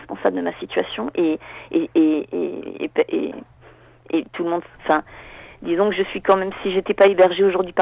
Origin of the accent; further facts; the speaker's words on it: Strasbourg, Grand Est, France; moved away as an adult; now in southern France; Strasbourg est ma ville natale. Hein, c'est une ville où j'y ai passé les 30 dernières années. Et en fait, si vous voulez, je suis aujourd'hui dans le sud.